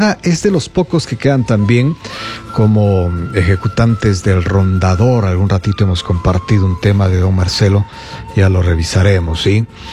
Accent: Ecuador

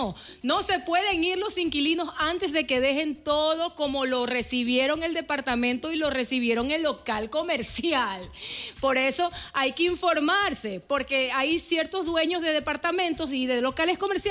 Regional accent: Ecuador; estamos dolarizados desde el año 2000

